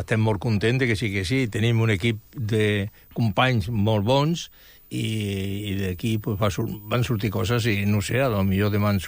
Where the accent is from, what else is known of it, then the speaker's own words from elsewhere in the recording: Mataró, Catalonia, Spain; Jo sóc fill de Mataró.